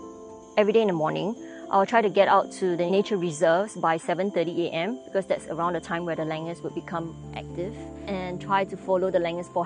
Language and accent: English; Singapore; I'm a Singaporean, I'm from here.